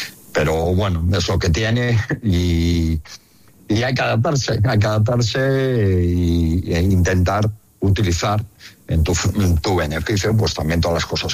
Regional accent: Galicia, Spain; como entrenador gallego que soy.

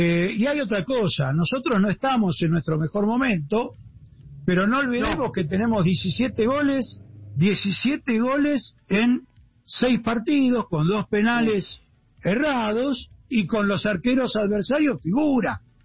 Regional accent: Argentina; y bueno, pensando, somos argentinos, pero la realidad es esa, Jorge.

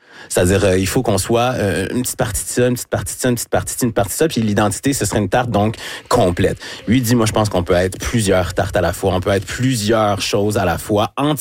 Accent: Quebec City, Quebec, Canada; born there; Je suis né à Québec, à l'Hôpital Saint-Sacrement.

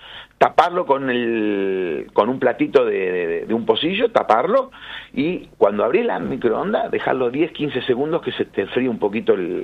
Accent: Argentina

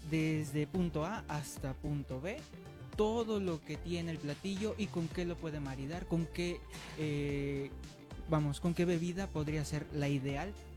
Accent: Mexico

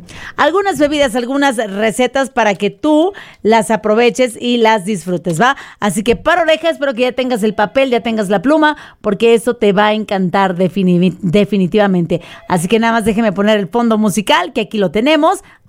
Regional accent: Mazatlán, Sinaloa, Mexico; hemos alcanzado tan solo en mi tierra, en Mazatlán, Sinaloa, unas temperaturas

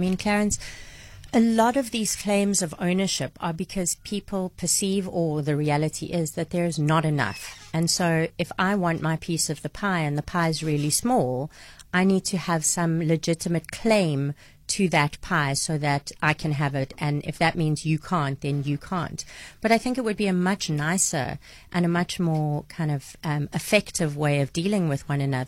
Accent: South Africa; first language English; I'm a white South African. Three of my four grandparents were born in South Africa. My other one was born in Rhodesia. I'm chasing my family to see if I can go back to fourth generation South African.

